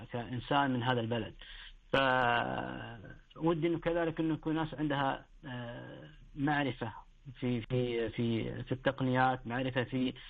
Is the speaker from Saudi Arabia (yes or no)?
yes; Saudi Arabia